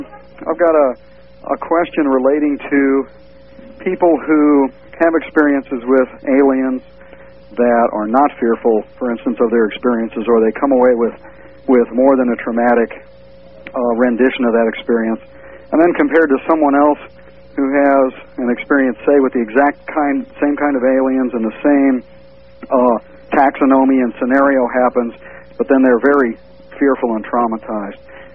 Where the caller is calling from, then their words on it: St. Louis, Missouri, United States; I'm calling from the St. Louis area.